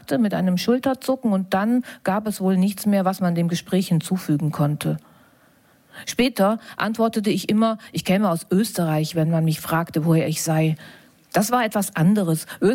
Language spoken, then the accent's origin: German; East Germany, Germany; wir so, ey, wir sind eigentlich auch aus der DDR ursprünglich und so.